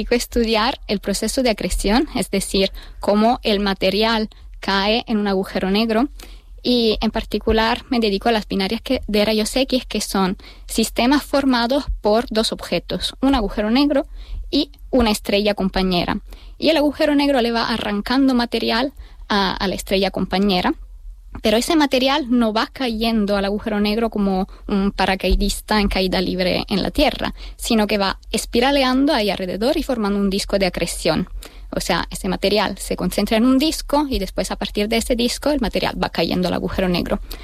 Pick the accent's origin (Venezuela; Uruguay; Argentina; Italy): Italy; Spanish is a second language; moved away as an adult; now in Canary Islands, Spain; yo soy italiana, estudié toda mi vida en Italia, pero me mudé después de haber acabado mis estudios aquí para empezar mi doctorado en astrofísica.